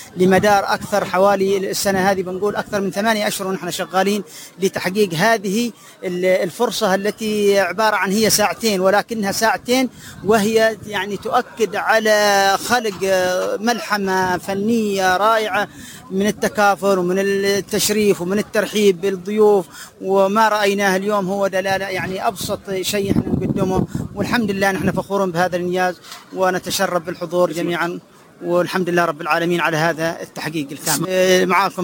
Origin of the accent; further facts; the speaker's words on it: Hadramawt, Yemen; داخل بلادنا حضرموت أو في المهير